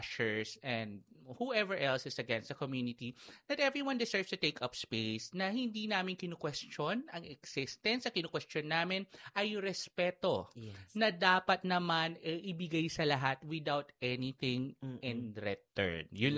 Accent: Quezon City, Metro Manila, Philippines; kahit taga QC po ako.

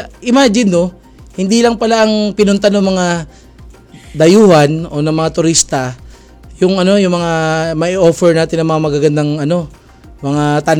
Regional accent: Olongapo, Central Luzon, Philippines; Kasi ako taga Olonga po ako eh.

